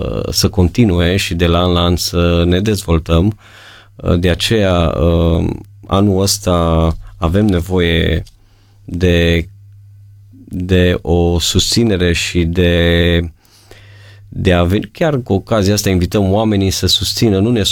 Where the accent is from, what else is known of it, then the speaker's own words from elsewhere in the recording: Maramureș County, Romania; noi suntem din Maramureș